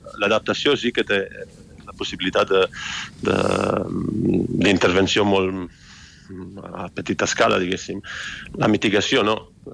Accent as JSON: {"language": "Catalan", "country": "Italy"}